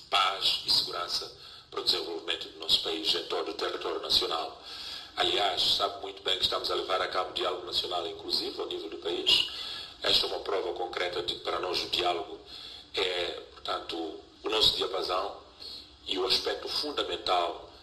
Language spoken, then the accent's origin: Portuguese; Mozambique; a nossa experiência como moçambicanos